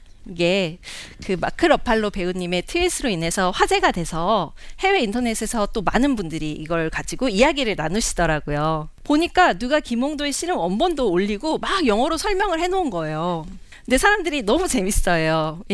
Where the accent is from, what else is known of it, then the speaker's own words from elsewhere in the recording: South Korea; 한국에서 태어나서 한국에서 쭉 산 저 같은 사람들도